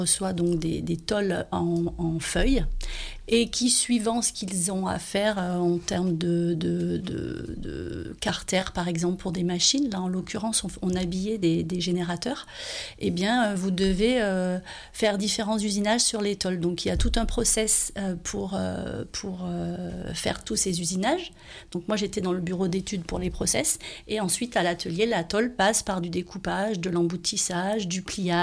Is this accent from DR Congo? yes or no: no; Auvergne-Rhône-Alpes, France; Oui, je suis originaire du Sud-Ardèche entre Aubenas et le plateau du Coiron depuis de nombreuses générations comme beaucoup de gens ici.